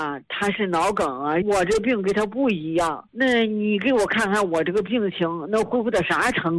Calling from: Tianjin, China; 我是天津北辰的新朋友。

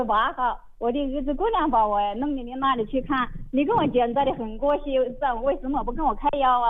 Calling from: Tianjin, China; 我是天津人，

